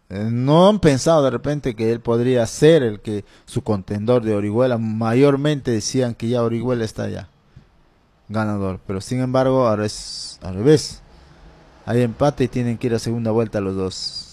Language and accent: Spanish; Peru; Somos peruanos